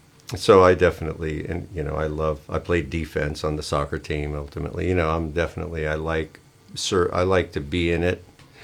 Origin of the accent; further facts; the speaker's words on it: Maryland, United States; also born or lived in Arizona / Oregon; I am from Arizona, Oregon, and Maryland.